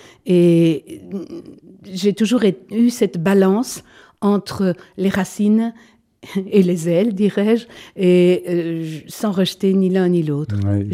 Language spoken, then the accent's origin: French; Belgium; J'étais originaire de Abbé, donc de Tuy Gomez.